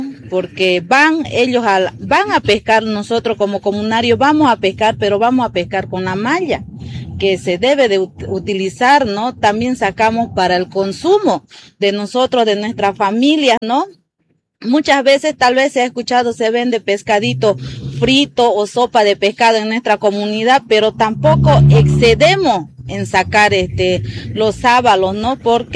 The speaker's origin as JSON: {"language": "Spanish", "town": "Puente Viejo", "country": "Bolivia", "said": "soy la segunda burubicha de la zona Cami, soy comunaria de Puente Viejo, ¿no?"}